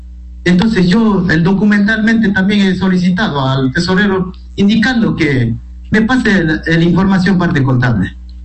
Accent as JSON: {"language": "Spanish", "region": "Morona Santiago", "country": "Ecuador", "said": "yo sinceramente soy de Pachacuti, yo soy electo por Pachacuti."}